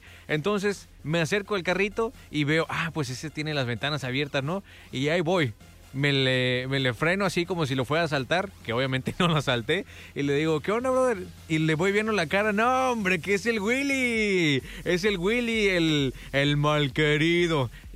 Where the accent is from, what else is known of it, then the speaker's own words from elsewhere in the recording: Guadalajara, Jalisco, Mexico; also born or lived in Tijuana, Mexico; now in Ensenada, Mexico; No, Soy de Guadalajara, pero pues me adoptó durante 10 años más o menos Tijuana. Y pues ahora estoy adoptando yo a Ensenada